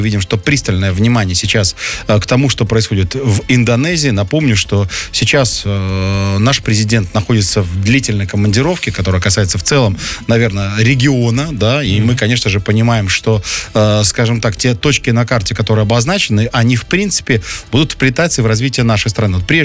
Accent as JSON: {"language": "Russian", "country": "Belarus", "said": "простые белорусы"}